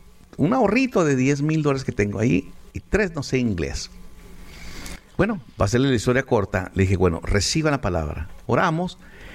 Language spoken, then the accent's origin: Spanish; San Luis Potosí, Mexico; tenemos que abrir una iglesia en mi pueblito o campus San Luis Potosí.